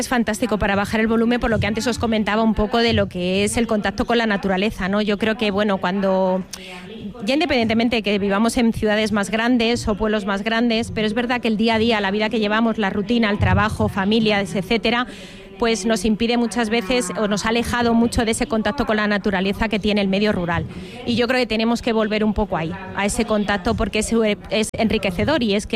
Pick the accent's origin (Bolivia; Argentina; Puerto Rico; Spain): Spain; Castilla-La Mancha; Bueno, pues mi pueblo es un pueblo precioso, ¿qué puedo decir? Es un pueblo donde la cultura está emergente, donde está tanto en la calle como en nuestra biblioteca, que es un referente en la zona y en Castilla-La Mancha